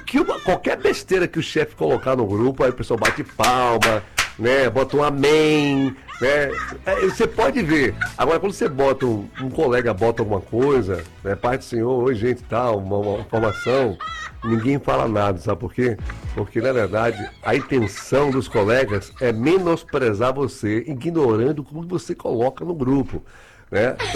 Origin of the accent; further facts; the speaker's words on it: Salvador, Bahia, Brazil; Eu sou de Salvador, Bahia.